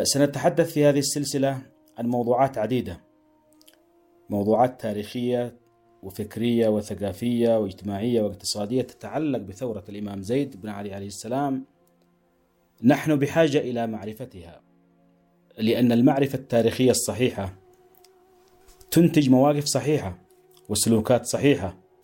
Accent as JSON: {"language": "Arabic", "country": "Yemen", "said": "ما هي أوجه الشبه التي نراها بين ثورتنا نحن اليوم كيمنيين في مواجهة الطغاة"}